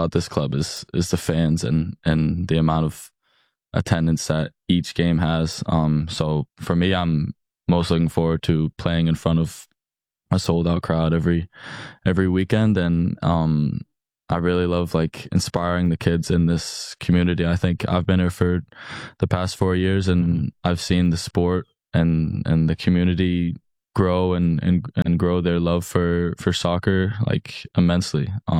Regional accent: Boston, Massachusetts, United States; born there

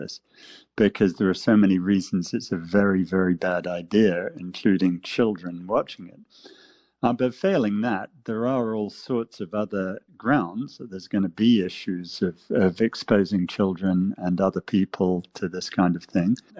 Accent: United States; And I hope that they don't view us all, I'm American, they don't view us all through the same lens.

